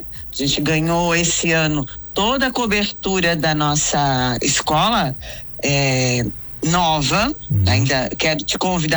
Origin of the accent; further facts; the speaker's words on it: Brazil; Nós somos brasileiros